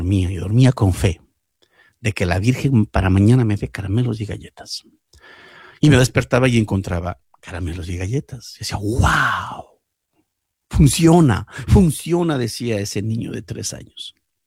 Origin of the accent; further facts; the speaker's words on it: Ecuador; moved away as an adult; now in New York, United States; En el año 94, en 1994, yo vine del Ecuador a Nueva York.